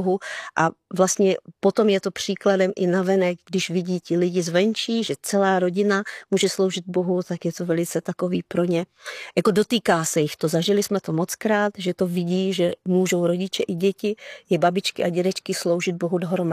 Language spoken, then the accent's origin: Czech; Brno, South Moravian Region, Czechia; moved away; my jsme oba s manželem … jsme rození Brňáci. Vyrůstali jsme v Brně, prožili jsme tam mládí, dětství